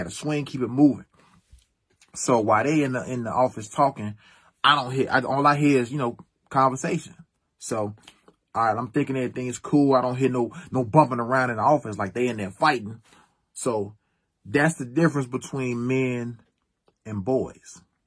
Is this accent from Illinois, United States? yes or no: yes; Chicago, Illinois, United States; I'm from Chicago.